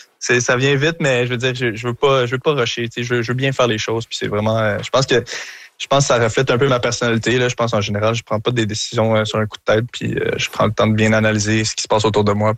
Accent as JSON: {"language": "French", "town": "Montreal", "region": "Quebec", "country": "Canada", "said": "Je suis Montréalais dans l'âme, puis c'est sûr que Montréal, il y a beaucoup de challenges à Montréal"}